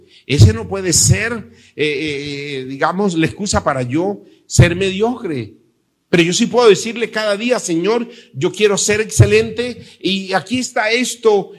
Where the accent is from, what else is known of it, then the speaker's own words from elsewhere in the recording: Caribbean Region, Colombia; accent: costeño; yo soy costeño y hablo a veces muy rápido